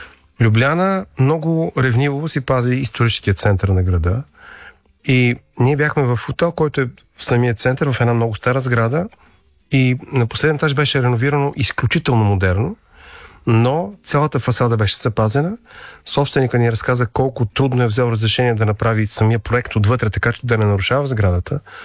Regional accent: Sofia, Sofia City, Bulgaria; Като софиянец

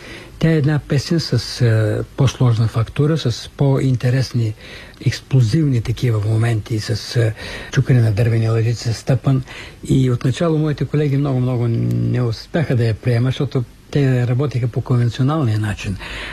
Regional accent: Harmanli, Haskovo Province, Bulgaria; moved away; Моето семейство, моята къща, която беше в родния ми град Харманли, беше една малка музикална академия.

